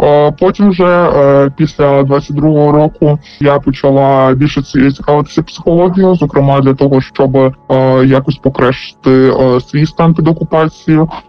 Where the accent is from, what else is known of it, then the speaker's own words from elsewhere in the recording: Donetsk Oblast, Ukraine; moved away; я приїхала саме з Донеччини, зі староокупованої території